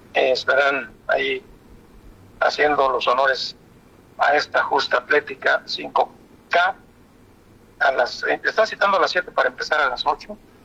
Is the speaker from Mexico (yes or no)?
yes; Mexico; Soy mexicano, me gana corazón, es un orgullo ser mexicano